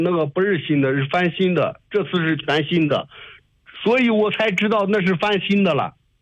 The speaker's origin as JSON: {"language": "Chinese", "town": "Handan", "region": "Hebei", "country": "China", "tie": "born or raised there", "moved": "yes", "said": "我是外地的，我老家是邯郸的，我在那边工地上班嘞"}